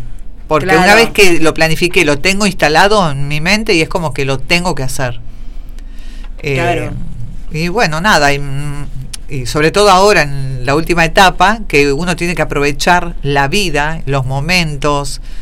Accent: Buenos Aires, Argentina; moved away as an adult; also born or lived in Luján; now in General Rodríguez, Argentina; Nosotros somos de Capital, pero de Capital nos mudamos a Luján, vivimos 3 años, y bueno, cuando hubo que venir, no, yo siguiendo a mi ex marido, yo no decidí nada, no decidía nada. Bueno, él decidió de que teníamos que venir a General Rodríguez

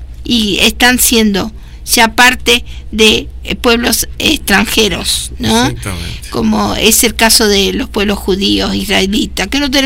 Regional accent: Argentina; Como sociedad, como argentino. Y así como valoramos mucho el mundial y cantamos Argentina y levantamos nuestras banderas colores celeste y blanca

